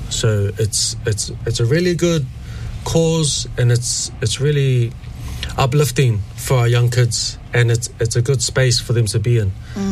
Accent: Grey Lynn, Auckland, New Zealand; from Liku mo Hikutawake. And yeah, half Nguyen, half Māori, grew up in Greyland.

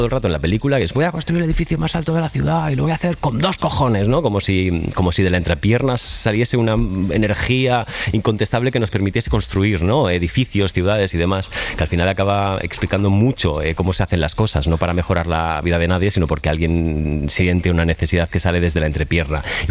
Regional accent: Catalonia, Spain; Porque yo soy catalán, entonces los catalanes nacimos a finales de los 90 nos metieron con calzador lo de que Antoni Gaudí era referente internacional, y lo es.

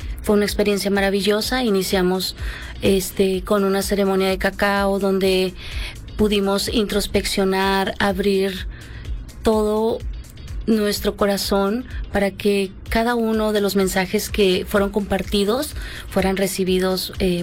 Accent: Guatemala; also born or lived in Izapa, Chiapas, Mexico; yo vengo del sur, vengo de Tierra Maya, nací en en la primera sección de Izapa, es frontera México-Guatemala y crecí en Guatemala.

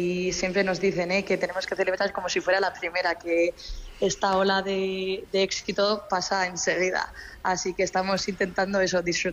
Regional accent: Pasaia, Basque Country, Spain; Yo soy de San Juan

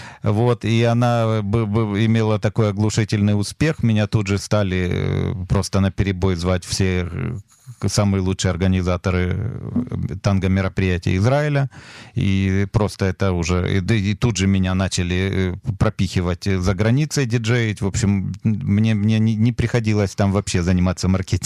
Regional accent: Kharkiv, Kharkiv Oblast, Ukraine; moved away as an adult; also born or lived in Israel; Родился в Украине в 1974 году. В возрасте год с лишним моя семья приехала в Харьков, и с тех пор я жил в Харькове до 19 лет. В 19 лет я уехал в Израиль один

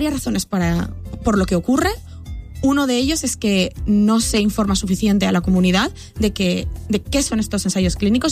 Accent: Castellón de la Plana, Valencian Community, Spain; moved away; Yo soy originaria de España, de una ciudad pequeñita llamada Castellón

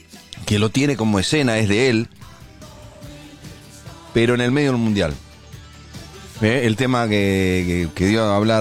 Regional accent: Argentina; No, pará, pero no, yo me siento argentino, yo quiero que gane la selección.

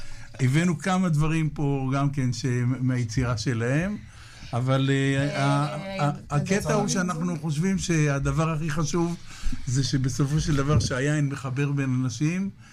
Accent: Mishmar Ayalon, Central District, Israel; born there; also born or lived in Kfar Shmuel; אני נולדתי במשמר איילון, מושב ליד כפר שמואל שביקרת

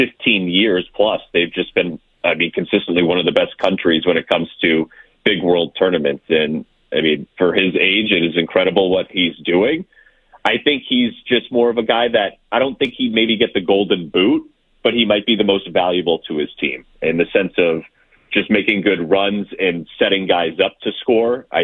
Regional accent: Methuen, Massachusetts, United States; Yep. High school with no walls, Joe.

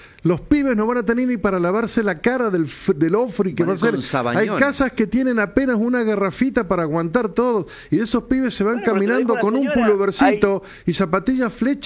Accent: Paraguay; Todos somos paraguayos. Vamos los paraguas.

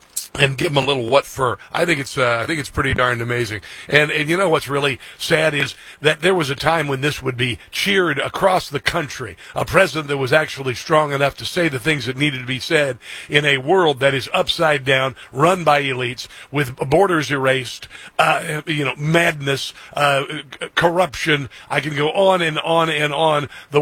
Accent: Iowa, United States; also born or lived in Nebraska, United States / Kansas, United States; Nebraska favors the GOP, my home state originally, grew up in Iowa though, and Kansas, where I most recently lived for 10 years.

